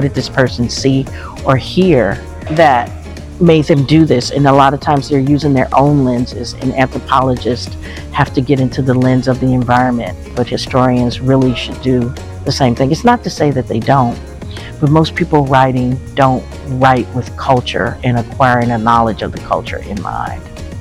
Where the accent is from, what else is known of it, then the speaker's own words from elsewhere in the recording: Kansas City, United States; moved away; I'm from Kansas City